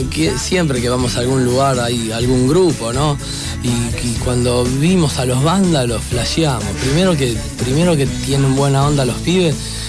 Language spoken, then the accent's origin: Spanish; Entre Ríos, Argentina; Yo vengo de Entre Ríos, me bajé de un micro en Retiro y me subí a una combi y me vine para acá, para Rosario.